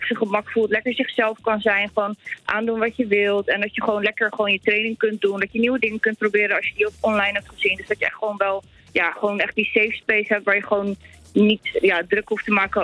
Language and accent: Dutch; Capelle aan den IJssel, South Holland, Netherlands; want ik kom origineel uit Capelle.